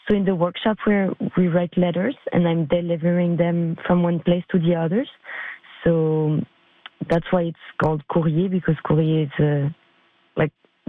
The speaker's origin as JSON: {"language": "English", "town": "Montreal", "region": "Quebec", "country": "Canada", "tie": "born or raised there", "also_born_or_lived": "Brittany, France", "said": "I was born in Europe, but I grew up in Montreal. I came as a kid and I grew up in Quebec."}